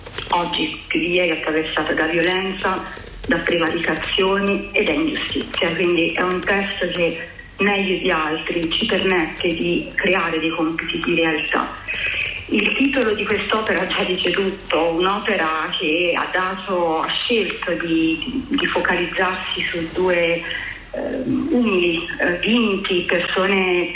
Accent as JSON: {"language": "Italian", "town": "Naples", "region": "Campania", "country": "Italy", "tie": "born or raised there", "said": "Io sono di Napoli"}